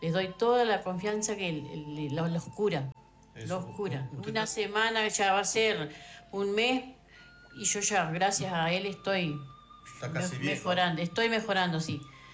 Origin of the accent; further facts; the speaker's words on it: Río Branco, Cerro Largo, Uruguay; Soy de acá, de Río Branco.